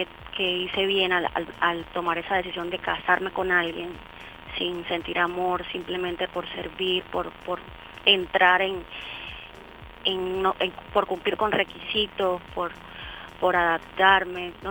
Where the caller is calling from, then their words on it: San Miguelito, Panamá, Panama; Del área de San Miguelito